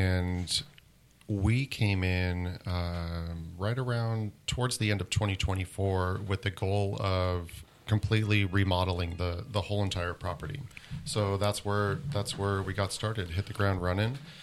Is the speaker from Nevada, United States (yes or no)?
yes; Las Vegas, Nevada, United States; So I think growing up in Las Vegas, my whole family worked in the industry as well, and on the gaming side in the casinos.